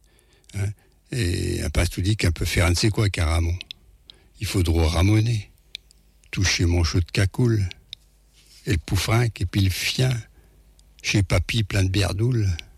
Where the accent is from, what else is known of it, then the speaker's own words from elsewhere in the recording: Paris, Île-de-France, France; je ne viens pas des Amériques, je viens plutôt de Paris